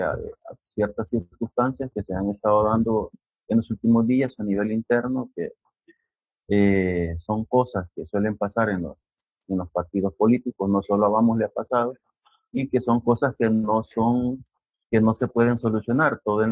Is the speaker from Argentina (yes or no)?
no; El Salvador; Vea, nosotros hacemos un análisis bastante profundo de lo que es la realidad que como salvadoreños estamos viviendo.